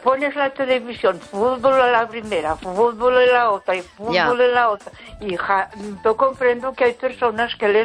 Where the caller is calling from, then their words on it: Pontevedra, Galicia, Spain; Desde Pontevedra.